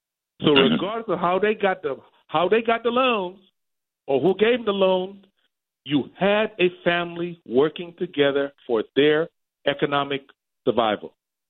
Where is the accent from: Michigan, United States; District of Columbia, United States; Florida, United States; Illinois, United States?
District of Columbia, United States; Washington; I grew up in Southwest D.C., and I own 2 apartments in every ward in D.C.